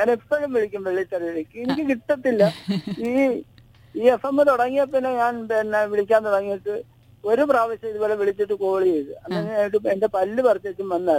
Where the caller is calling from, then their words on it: Alappuzha, Kerala, India; Gurupuram, Alappuzha.